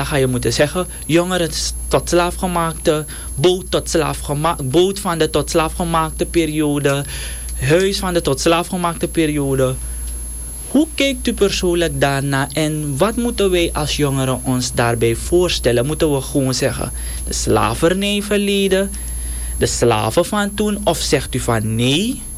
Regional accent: Suriname

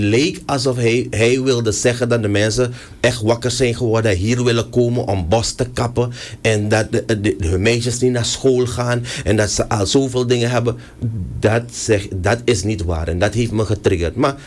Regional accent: Suriname; En ik ben een Surinamer

